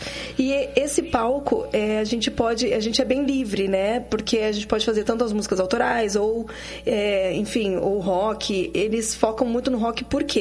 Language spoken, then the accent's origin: Portuguese; Curitiba, Paraná, Brazil; moved away as an adult; also born or lived in Rio de Janeiro; Eu tô muito feliz de estar de volta aqui na minha terra. Para quem ainda não entendeu, eu estou morando de volta em Curitiba